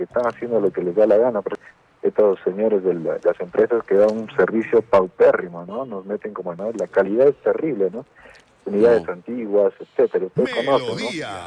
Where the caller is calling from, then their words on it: Arequipa, Peru; ponernos fuertes como arequipeños, porque somos a veces blandos